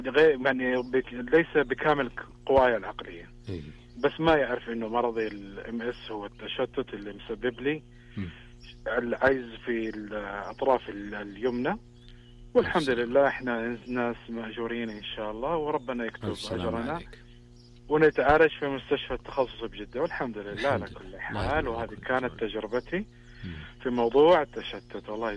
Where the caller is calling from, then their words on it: Jeddah, Makkah Province, Saudi Arabia; من مدينه جده